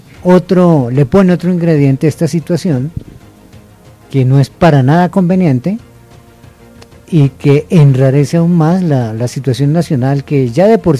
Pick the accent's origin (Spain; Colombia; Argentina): Colombia; uno como colombiano y como periodista